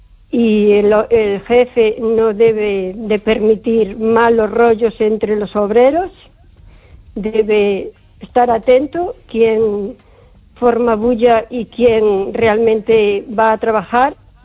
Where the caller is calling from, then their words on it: O Carballiño, Galicia, Spain; de Carballiño.